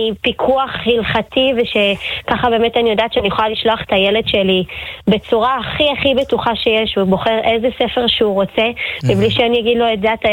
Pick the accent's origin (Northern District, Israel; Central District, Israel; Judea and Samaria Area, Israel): Judea and Samaria Area, Israel; Ma'ale Adumim; גדלנו כאן, התגוררנו כאן, ובאמת חלק זכו לחזור בתשובה בתוך מעלה אדומים